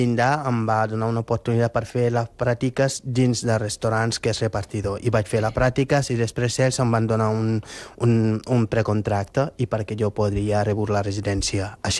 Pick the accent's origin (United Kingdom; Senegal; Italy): Senegal; Catalan is a second language; now in Spain; jo soc de Senegal, no? Vaig arribar aquí fins a aquí, bueno, sense residència, sense res